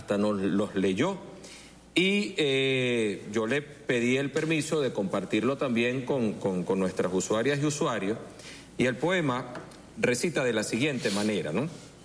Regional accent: Venezuela; somos venezolanos

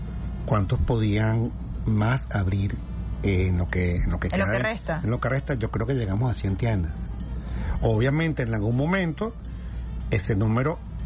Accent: Venezuela; como somos los venezolanos.

